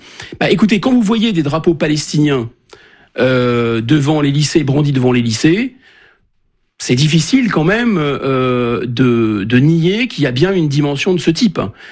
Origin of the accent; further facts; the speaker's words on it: Normandy, France; Moi, je suis un Français de Normandie, je me retrouve dans une classe en région parisienne, à la Courneuve